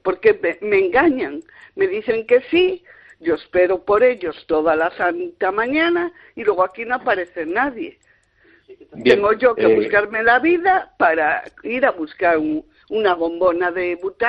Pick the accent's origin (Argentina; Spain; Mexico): Spain; Redondela, Galicia; yo soy de aquí de Redondela, de Chapela